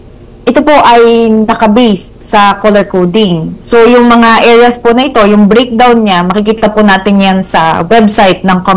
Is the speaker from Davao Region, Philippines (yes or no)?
no; Batangas, Calabarzon, Philippines; moved away as an adult; now in Bangsamoro, Philippines; And I am from Batangas.